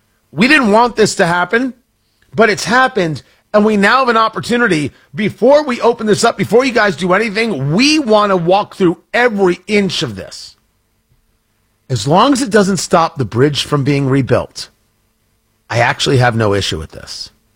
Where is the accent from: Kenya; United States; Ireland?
United States; Middletown, New Jersey; I grew up in Middletown, New Jersey, and we had a place near us called Poricy Park.